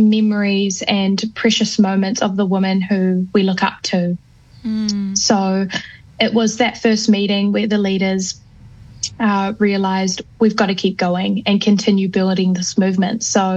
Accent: Auckland, New Zealand; Born and raised in West Auckland, so I'm a proud Westie.

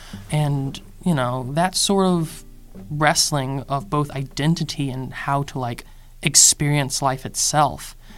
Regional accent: South Carolina, United States; now in New York, United States; South Carolina, and funny enough, I moved back to New York because I have more friends there than in my hometown

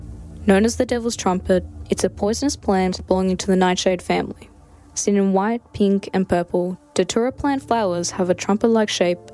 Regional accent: Tasmania, Australia; I grew up in Lutruwita, Tasmania, where storytelling has existed long before colonisation and continues today through the indigenous Palawa people.

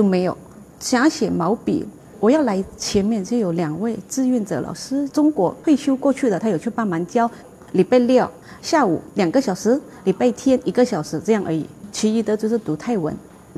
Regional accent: Thailand

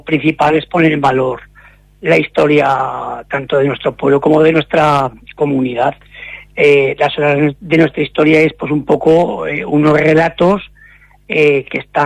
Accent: Ejea de los Caballeros, Aragon, Spain; somos ya un grupo ahora mismo de 18 personas, la mayoría de aquí de Ejea, pero también nos acompaña alguno de Zaragoza, alguno de Sástago, pero su mayoría somos todos de Ejea.

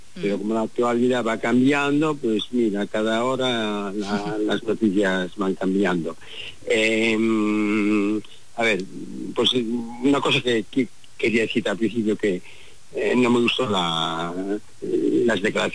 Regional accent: Galicia, Spain; Bueno, yo no soy de Ferrol, pero soy de Cerca, de la comarca, y lo considero mi vecino.

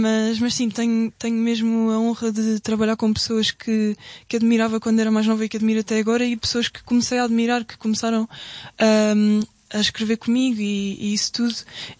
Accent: Gouveia, Centro, Portugal; em Ceia, que é ao pé da minha terra.

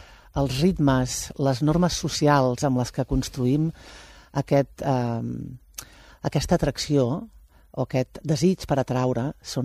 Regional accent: Prats de Lluçanès, Catalonia, Spain; Clar, tio, és que jo soc de Prats de Lluçanès.

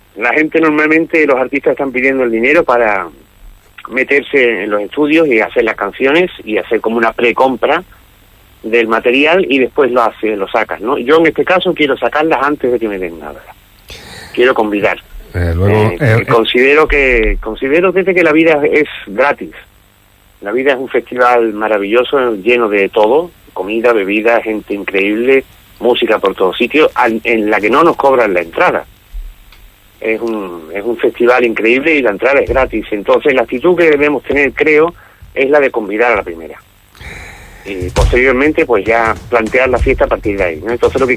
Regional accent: Huelva, Andalusia, Spain; toda la gente de Huelva que tanto quiero, que es mi tierra

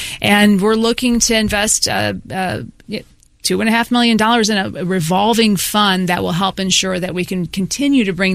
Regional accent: St. Louis, Missouri, United States; Well, I was born in South St. Louis City, raised primarily in the unincorporated St. Louis County area. So I went to Parkway Schools.

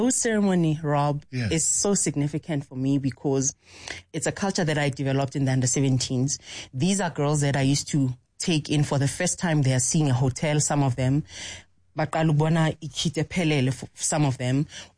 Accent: Alexandra, Gauteng, South Africa; I'm from Alex, you know?

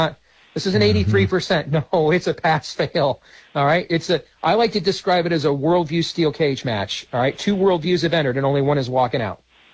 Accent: Iowa, United States; I've seen in my home state of Iowa, we've got a primary coming up on Tuesday.

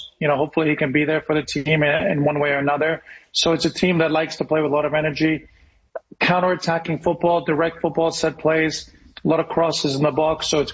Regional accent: Canada; I'm a secret hockey fan growing up in Canada, so I remember watching Carlo Koliakovo.

